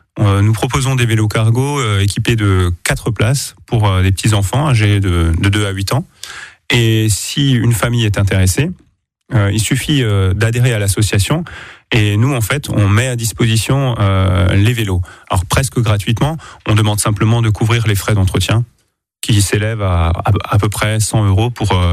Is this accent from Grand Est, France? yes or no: yes; Sélestat, Grand Est, France; J'ai grandi moi-même à Célestat, effectivement, par rapport à il y a plusieurs dizaines d'années, ça évolue dans le bon sens.